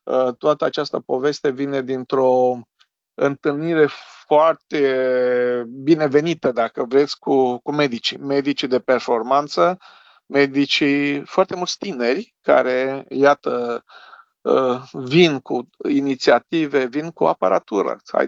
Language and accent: Romanian; Romania; sunt mândru că sunt român, sunt proud to be Romania